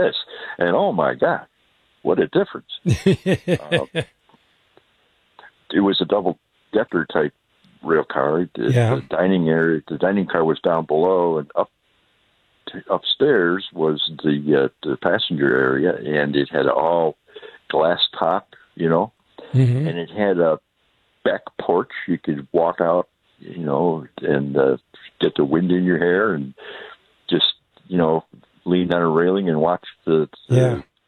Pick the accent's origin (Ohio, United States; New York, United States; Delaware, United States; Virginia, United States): Ohio, United States; where are you from? Ohio. And I said, oh, she said, where from? I said, well, for Georgia County.